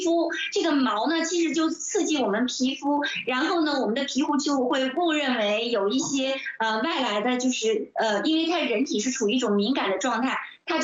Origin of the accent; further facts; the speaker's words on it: China; 我们中国人